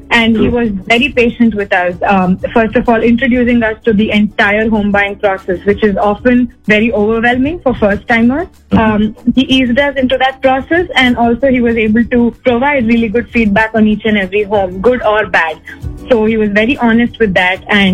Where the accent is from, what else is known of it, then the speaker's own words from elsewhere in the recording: Bangalore, Karnataka, India; So I'm from Bangalore. I was like, okay, maybe another person from Bangalore.